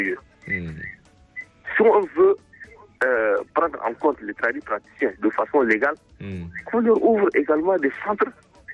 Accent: Tangier, Tanger-Tetouan-Al Hoceima, Morocco; Téna est de ma région, il est de la Tangier, moi je suis de la Tangier, 1-1, ça fait imaginer.

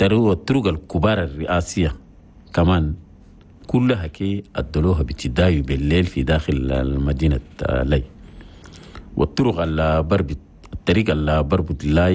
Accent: Chad; وبسأل الله من أجل العافية والاستقرار والأمن والسلام الدائم في بلدنا تشاد

